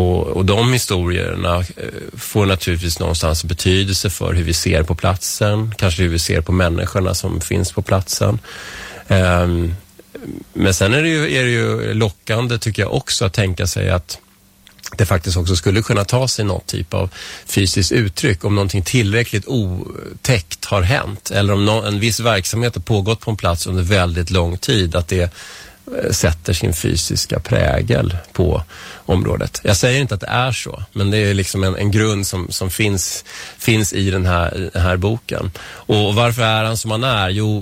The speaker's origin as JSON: {"language": "Swedish", "town": "Vällingby", "region": "Stockholm County", "country": "Sweden", "also_born_or_lived": "Strängnäs", "lives_now": "Nacka, Sweden"}